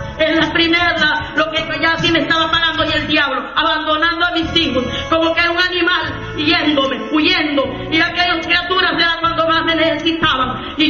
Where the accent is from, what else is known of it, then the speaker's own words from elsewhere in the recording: El Salvador; moved away as an adult; soy del Salvador, bendito sea su nombre para siempre, aleluya, y me crié allá por una isla, y de allá tuve que dejar a mis hijos.